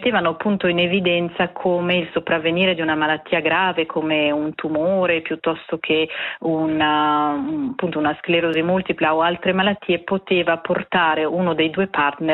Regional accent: Brissago, Ticino, Switzerland; born or raised there

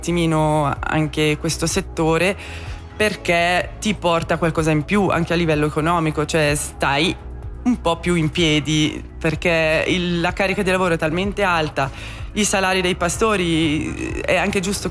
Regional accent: Val Calanca, Graubünden, Switzerland; also born or lived in French-speaking Switzerland; Vabbè, io sono tornata, sono cresciuta in Val Calanca, sì? Ma sono tornata poi nel 2012. Ero partita per 10 anni in Svizzera francese, sì?

